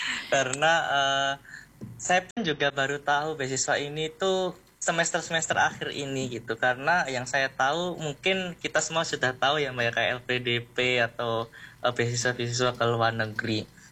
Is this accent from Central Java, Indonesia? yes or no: no; Kediri, East Java, Indonesia; Mbak. Saya asli Kediri